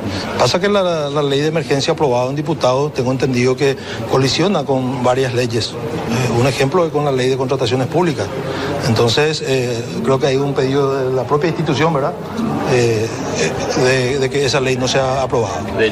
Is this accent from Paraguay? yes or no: yes; Villa Hayes, Presidente Hayes, Paraguay; soy de Villa Hayes